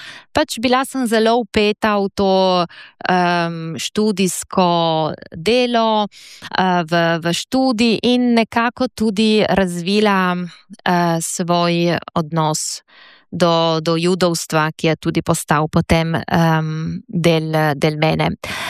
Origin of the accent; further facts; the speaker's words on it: Friuli-Venezia Giulia, Italy; moved away as an adult; also born or lived in Padua, Italy / Rome, Italy; Izhajam iz Goriških Brd, iz zelo slovenske družine v Italiji. Ob koncu šole sem, čeprav sem bila zelo, zelo povezana, vključena v slovensko manjšino, se odločila, da bom šla študirati najprej v Padovo in potem v Rim